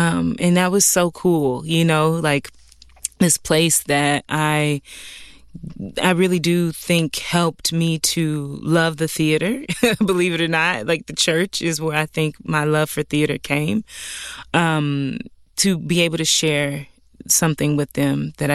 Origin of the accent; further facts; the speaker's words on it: Simpsonville, South Carolina, United States; So what we did was we did a private screening for the church that I grew up in Simpsonville, South Carolina, Bethlehem Baptist Church.